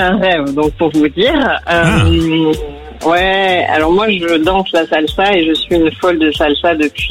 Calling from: Occitanie, France; Moi, je viens d'à côté de Toulouse.

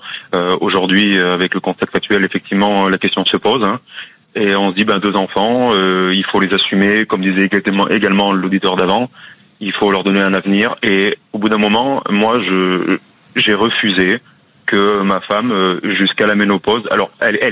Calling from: Issoire, Auvergne-Rhône-Alpes, France; D'Issoire.

